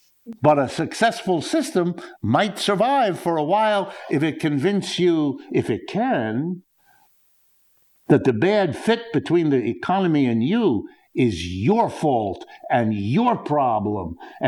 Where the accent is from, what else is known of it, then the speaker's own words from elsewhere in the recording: United States; I'm an American.